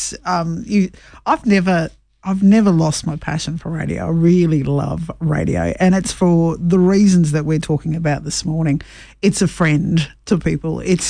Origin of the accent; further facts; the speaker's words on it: Mackay, Queensland, Australia; We grew up in Mackay.